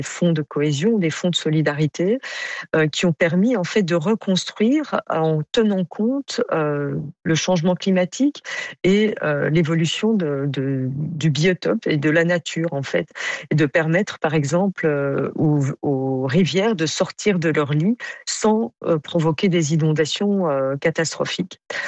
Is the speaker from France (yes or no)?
no; Belgium; je suis belge.